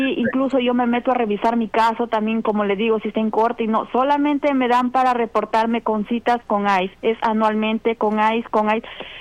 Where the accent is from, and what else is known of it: Peru; now in United States